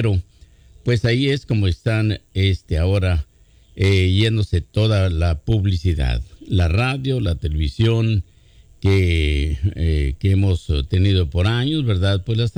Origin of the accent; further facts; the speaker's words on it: Durango, Mexico; now in Los Angeles, United States; yo soy de Durango, yo escucho la radio, los programas, yo los transmito desde por acá, desde Los Ángeles, California, todos los días.